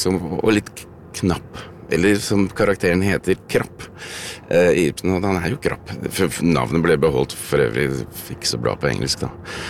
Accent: Oslo, Norway; jeg vokste opp på Årvoll

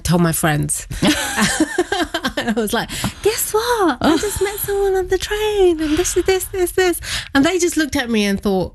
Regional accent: India; Indian, aren't you? She sort of said to me. I said, yeah, I am.

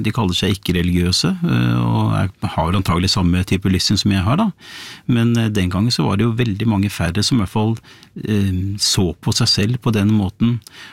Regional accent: Bærum, Akershus, Norway; Ja, det visste jeg jo, fordi at jeg vokste opp I Bærum på 70-tallet, blått og konservativt Bærum.

